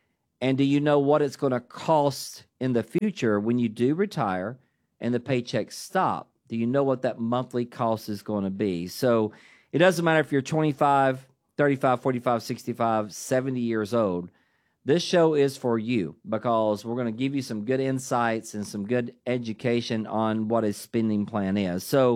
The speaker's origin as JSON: {"language": "English", "town": "Dayton", "region": "Tennessee", "country": "United States", "accent": "country", "said": "so you're going to have to put up with my good country accent from Dayton, Tennessee for about an hour here."}